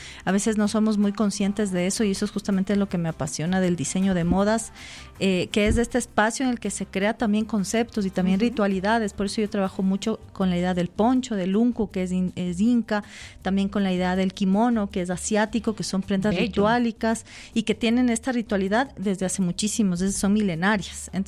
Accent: Andes, Ecuador; estas piezas con las que hemos crecido todos los ecuatorianos y la gente andina

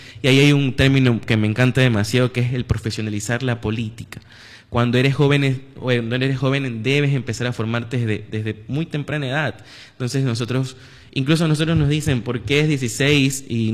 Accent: Rocafuerte, Manabí, Ecuador; Rocafuerte, yo soy de Rocafuerte.

